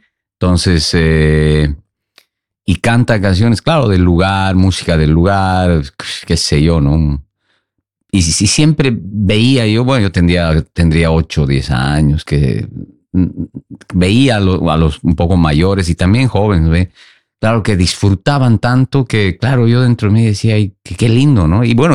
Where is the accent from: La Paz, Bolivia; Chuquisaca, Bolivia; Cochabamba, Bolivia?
Chuquisaca, Bolivia; Sucre; moved away; also born or lived in Camargo, Bolivia; yo soy de Sucre, es una ciudad al centro de Bolivia, ¿no? Pero también me he criado en la infancia mucho en el un poco más al sur, en un pueblo donde es mi madre, que se llama Camargo, que es un pueblito donde se cultiva uva, se hace vino, singani.